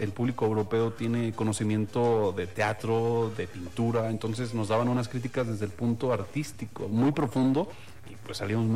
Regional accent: Guadalajara, Jalisco, Mexico; Y orgullosamente tapatío

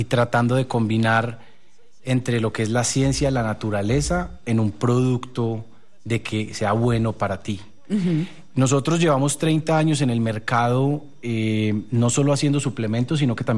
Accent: Mexico; para vender en el mercado mexicano, como somos orgullosamente mexicanos

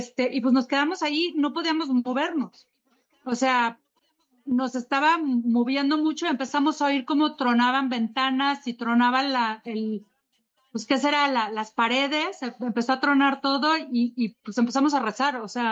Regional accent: Mexico City, Mexico; Yo soy de la Ciudad de México, de la Condesa, o sea, Híjole. Sé lo que son los terremotos.

